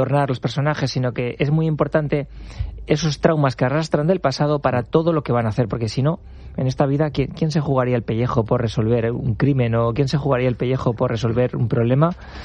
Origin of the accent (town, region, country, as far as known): La Rioja, Spain; now in San Sebastián, Spain